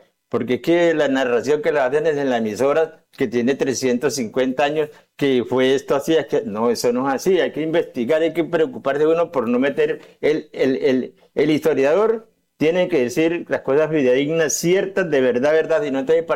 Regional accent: Arauquita, Arauca, Colombia; el barrio San Martín, donde yo nací

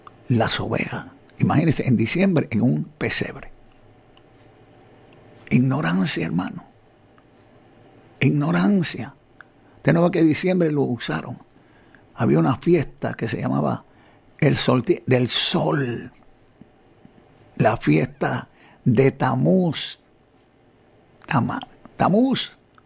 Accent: Lebanon; moved away; Yo soy del Líbano, yo viví en el Líbano 10 años.

